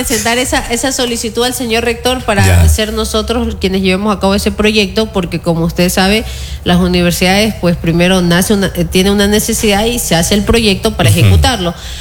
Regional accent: Ecuador; now in Santo Domingo, Ecuador; cómo somos los ecuatorianos, ¿no? Somos gentiles, somos amigueros, somos hospitalarios

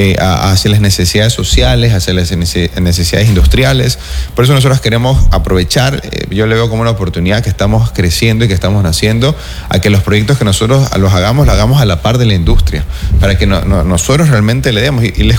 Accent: Santo Domingo, Santo Domingo de los Tsáchilas, Ecuador; moved away; also born or lived in Manabí; regreso a mi tierra

